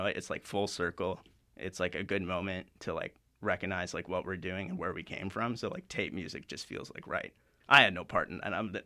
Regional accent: Surrey, British Columbia, Canada; I'm from Surrey, British Columbia.

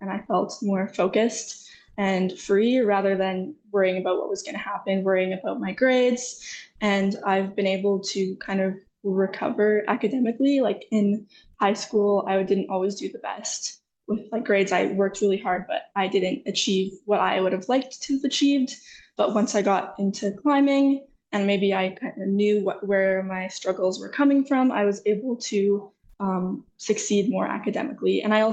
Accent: Calgary, Alberta, Canada; moved away as an adult; now in Victoria, Canada; So I grew up in Calgary, but I moved to Victoria to do my master's

